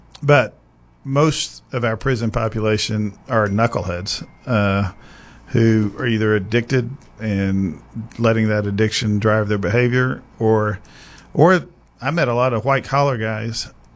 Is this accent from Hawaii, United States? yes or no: no; Arkansas, United States; I'm really enjoying the work in my home state of Arkansas.